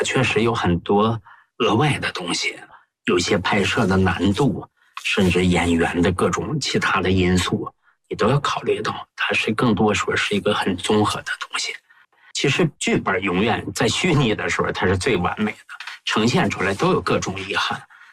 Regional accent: Heilongjiang, China; 就因为我本身是黑龙江人嘛，小时候文物多，我对那块土地特别熟悉嘛。

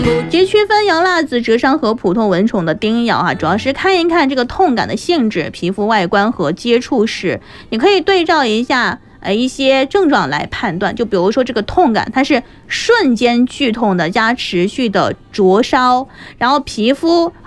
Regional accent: Chongqing, China; 就我们重庆话说哈

